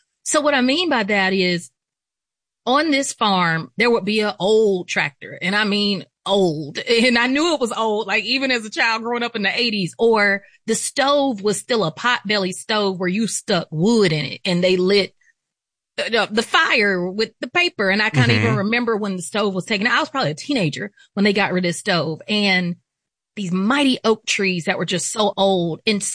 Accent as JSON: {"language": "English", "town": "Atlanta", "region": "Georgia", "country": "United States", "tie": "born or raised there", "also_born_or_lived": "Barnesville, United States", "said": "I grew up in Atlanta, Georgia, and I also consider Barnesville, Georgia, a hometown of mine because that is where my mom is from."}